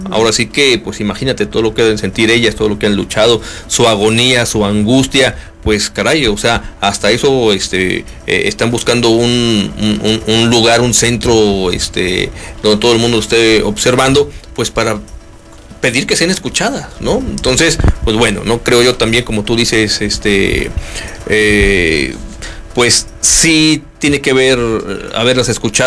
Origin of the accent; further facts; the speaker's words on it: Mexico; ¿Quién somos los mexicanos?